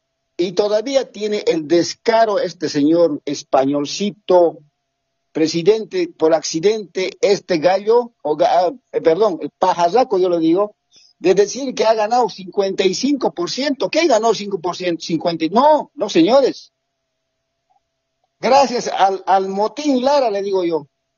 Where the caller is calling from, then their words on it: Santa Cruz, Bolivia; Desde Guarne, Santa Cruz.